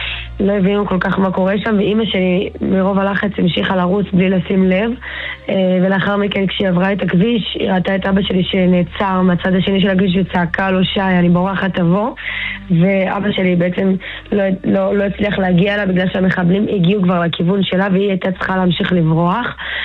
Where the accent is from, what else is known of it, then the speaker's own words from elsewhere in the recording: Northern District, Israel; אבא שלי היה חבר קיבוץ בית קשת, אז ככה אנחנו מהצפון כולנו, אנחנו עדיין גרים באחוזת ברק, וגם אבא שלי גר באחוזת ברק איתנו.